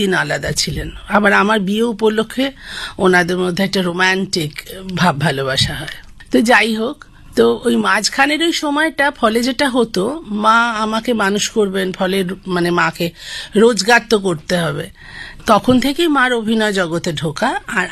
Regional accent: Kolkata, West Bengal, India; Doctor ঢোল তার হাতে আমি জন্মেছিলাম, কিন্তু মা বাবা তখন থাকতেন লেক মার্কেটে, কিন্তু ওই মামার বাড়িতে হব বলে শ্যামবাজার চলে আসে, আর ওই থেকেই শ্যামবাজার আমার সঙ্গে একদম অষ্টপৃষ্ঠে জড়িয়ে গেল।

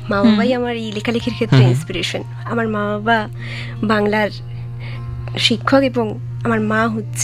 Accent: Kharagpur, West Bengal, India; আমি খড়গপুর পশ্চিম মেদিনীপুর থেকে আসছি

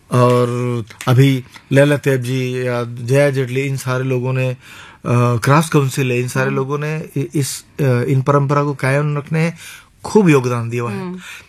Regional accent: Maharashtra, India; और मैं खास करके महाराष्ट्र में बड़ा हुआ पला हुआ, तो वहां पर मुझे अभंग में काफी रुचि रही है

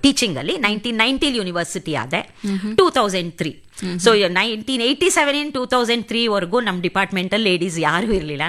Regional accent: Karnataka, India; moved away as an adult; also born or lived in Visakhapatnam; ನಾನು ಕನ್ನಡದವಳು

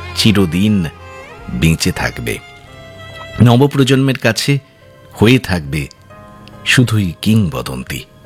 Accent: Jhargram, West Bengal, India; আমার বাড়ি ঝাড়গ্রাম, ট্রেন চলাচলের একটি মাত্র রাস্তা, অর্থাৎ তখন ছিল সিঙ্গেল লাইন।

